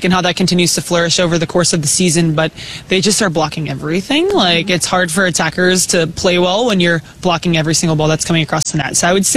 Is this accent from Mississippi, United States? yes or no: no; Texas, United States; I'm from Texas. I know what that looks like.